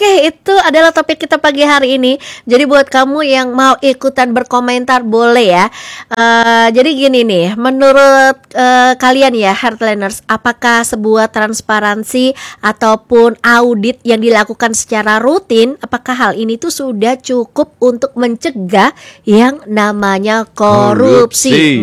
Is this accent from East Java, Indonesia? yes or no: yes; Surabaya, East Java, Indonesia; born there; Waduh, padahal ini adalah kota kelahiran aku.